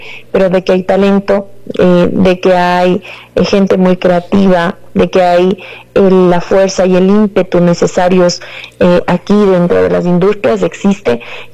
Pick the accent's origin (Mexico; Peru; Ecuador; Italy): Ecuador; nos falta como ecuatorianos creer más en lo nuestro.